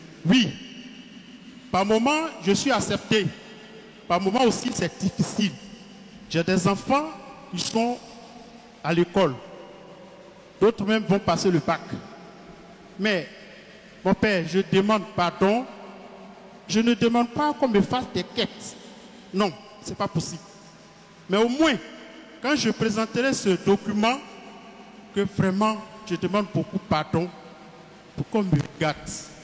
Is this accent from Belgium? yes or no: no; Abobo, Abidjan, Côte d’Ivoire; membre de Hope Nouvelle. Je viens d'Abobo, à Boukatier, Saint-Jean-Baptiste.